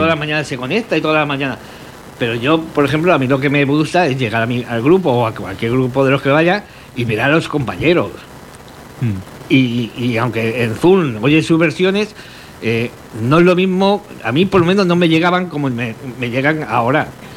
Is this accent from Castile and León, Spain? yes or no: no; Madrid, Community of Madrid, Spain; yo soy de Madrid, yo estuve en Alcalá de Henares